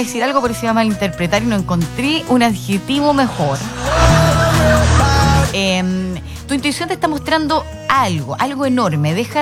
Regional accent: Chile; así somos nosotros los chilenos.

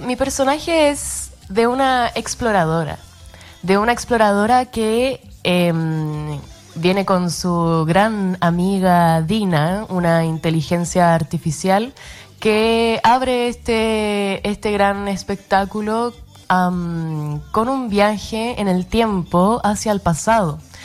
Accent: Santiago, Santiago Metropolitan Region, Chile; soy de Santiago.

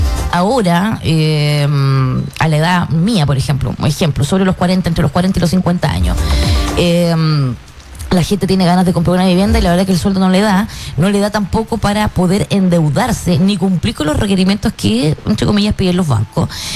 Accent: Chile; finalmente igual somos chilenos

